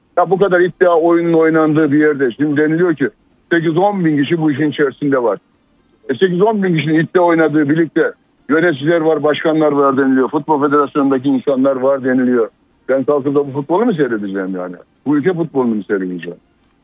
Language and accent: Turkish; Trabzon, Turkey; Benim şehrim